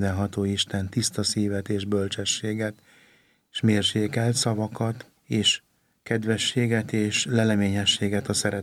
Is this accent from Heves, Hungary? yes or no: yes; Domoszló, Heves, Hungary; also born or lived in Gyöngyös; Mátra vidéki gyerek vagyok, Gyöngyösön születtem, és a Gyöngyöshöz közeli Domoszló nevű falucskában voltam gyerek, és ott nőttem föl, és ott egy ilyen hagyományos vallásosság van jelen.